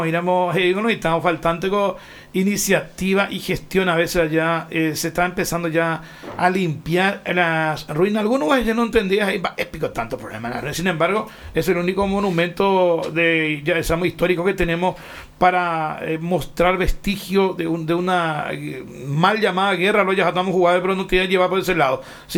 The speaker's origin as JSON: {"language": "Spanish", "country": "Paraguay", "said": "para los que somos paraguayos patrióticos"}